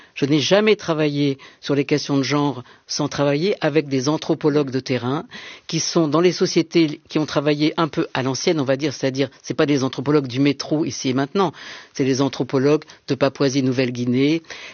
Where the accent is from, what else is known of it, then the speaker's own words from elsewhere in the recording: Marseille, Provence-Alpes-Côte d'Azur, France; moved away as an adult; now in Paris, France; Je suis arrivée à Paris en 1972, parce que j'étais entrée à Normale Sup. Je venais de Aix et de Marseille.